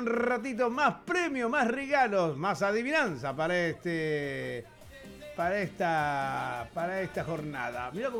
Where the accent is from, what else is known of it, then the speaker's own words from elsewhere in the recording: Argentina; los argentinos.